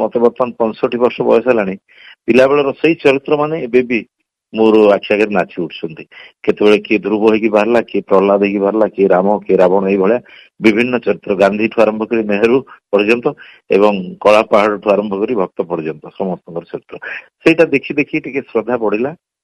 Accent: Kutapada, Odisha, India; born there; କୁଟପାଡ ମୋର ଜନ୍ମସ୍ଥାନ, ସେଠି ପୌଷ ପୂର୍ଣ୍ଣିମା ହୁଏ

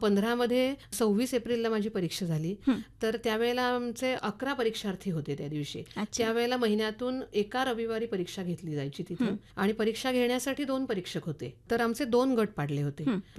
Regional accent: Ratnagiri, Maharashtra, India; मी रत्नागिरी आणि महाराष्ट्रातून आले

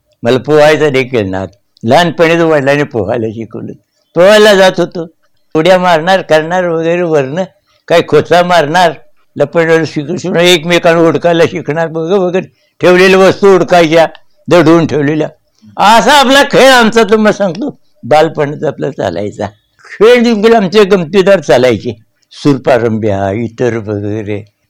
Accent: Yelavi, Maharashtra, India; माझं बालपण येळावीत गेलं.

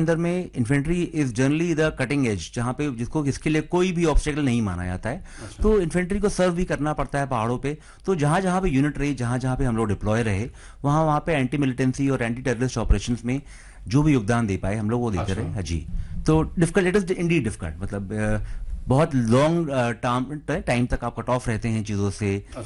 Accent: Lucknow, Uttar Pradesh, India; जी, मैं मूलतः लखनऊ का रहने वाला हूँ and I come from academically oriented family

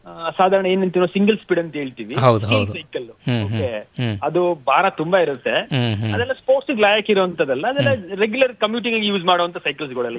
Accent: Karnataka, India; so 2001 ನಮ್ಮೂರು ಬಂದು ಕೇರ್ನಗರ

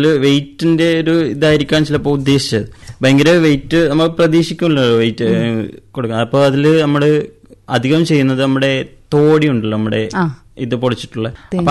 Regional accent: Kavaratti, Lakshadweep, India; ഞാൻ കവരത്തി സ്വദേശിയാണ്.

